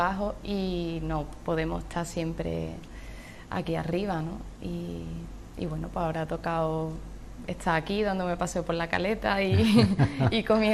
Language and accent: Spanish; Chiclana de la Frontera, Andalusia, Spain; also born or lived in Ireland / Madrid; Pues soy de Chiclana, he escuchado copla, me he ido a Irlanda, he escuchado folk irlandés, después estuve en Madrid y bueno, allí se mueve mucho el tema del soul.